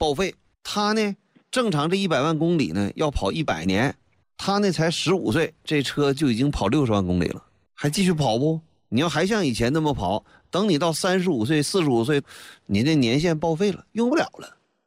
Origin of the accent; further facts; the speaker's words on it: China; 我们中国人平均日常饮食每天提供300毫克的钙